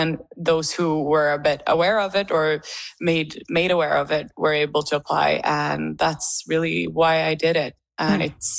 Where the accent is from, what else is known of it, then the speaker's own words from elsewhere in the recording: Sweden; first language Swedish; English is a second language; since English isn't my first language is Swedish.